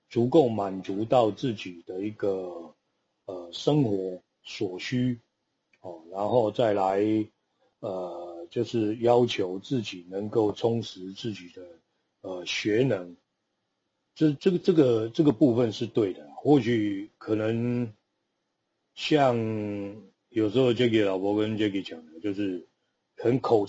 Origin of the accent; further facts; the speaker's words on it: Taiwan; 以我们在讲台语啊